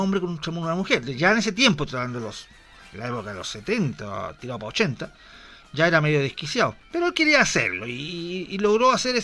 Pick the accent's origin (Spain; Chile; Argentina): Chile; somos chilenos